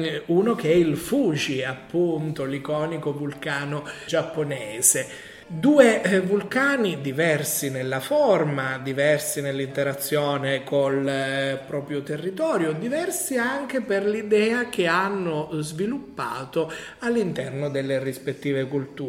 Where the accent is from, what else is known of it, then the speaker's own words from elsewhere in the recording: Sicily, Italy; io sono nato proprio in Sicilia, proprio sotto l'Etna, appunto, quindi Catania è territorio limitrofo, quindi l'Etna l'ho sempre vista fin da bambino